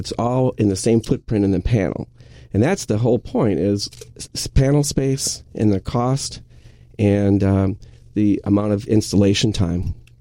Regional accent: Manitowoc, Wisconsin, United States; Right. I'm from Manitowoc, Wisconsin. My wife is from Oshkosh. And this is like coming home.

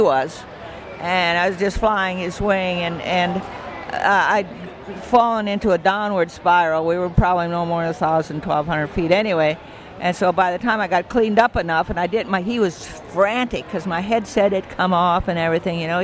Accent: Rochester, Minnesota, United States; I grew up near Rochester, Minnesota

